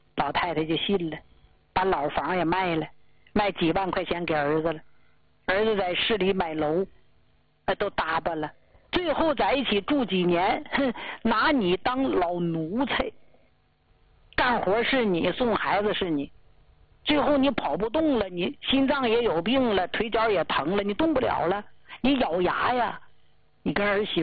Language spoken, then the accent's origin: Chinese; Jilin, China; 咱们家乡，吉林的